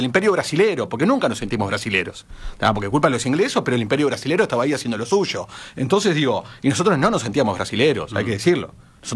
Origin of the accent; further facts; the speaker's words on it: Uruguay; Y los uruguayos, hoy conocidos como uruguayos, nosotros queríamos ser argentinos.